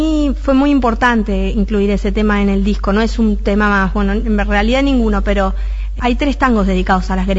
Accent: Rosario, Santa Fe, Argentina; moved away; Sí, a los 2 años de haber llegado acá. Yo soy rosarina también

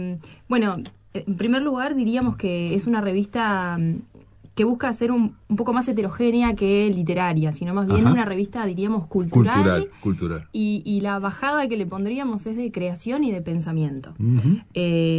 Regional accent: Carmelo, Colonia, Uruguay; de Carmelo, oriunda, uh-huh, de Carmelo, como yo.

